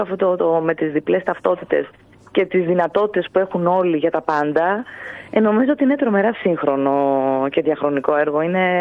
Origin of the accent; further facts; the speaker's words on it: Greece; αισθάνομαι περήφανη που είμαι Ελληνίδα.